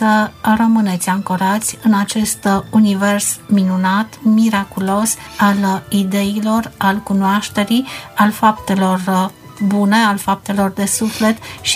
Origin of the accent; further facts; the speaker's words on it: Vatra Dornei, Suceava County, Romania; moved away; Eram plecată din Vatra Dornei de mulți ani și mi-era dor.